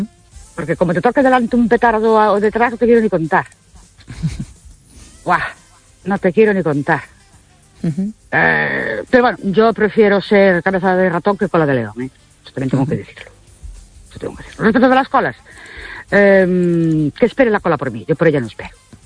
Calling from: Ourense, Galicia, Spain; Buenas noches … de Orense.

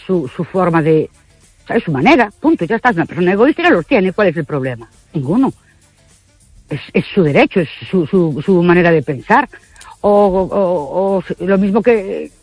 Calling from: Ourense, Galicia, Spain; Buenas noches. … de Ourense.

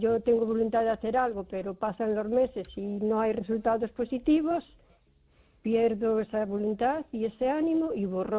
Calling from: Carballiño, Galicia, Spain; de Carballiño

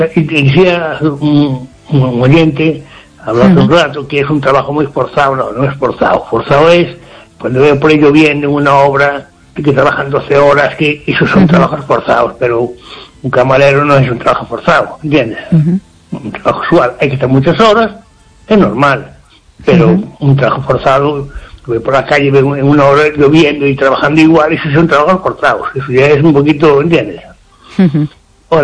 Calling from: Ferrol, Galicia, Spain; aquí de Ferrol.

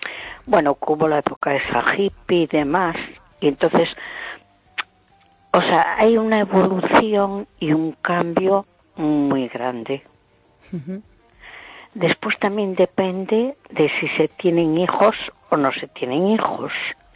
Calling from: A Coruña, Galicia, Spain; de Coruña.

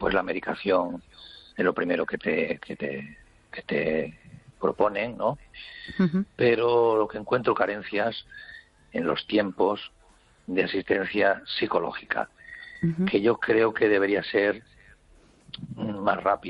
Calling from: Barcelona, Catalonia, Spain; Te llamo desde Barcelona.

